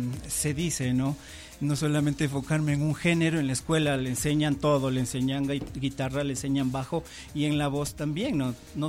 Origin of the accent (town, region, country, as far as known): Ecuador